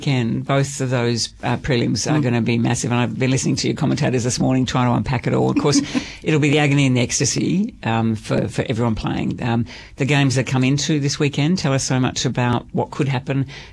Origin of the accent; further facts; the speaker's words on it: Canberra, Australian Capital Territory, Australia; growing up in Canberra, John Haslam was a figure I recognised straight away.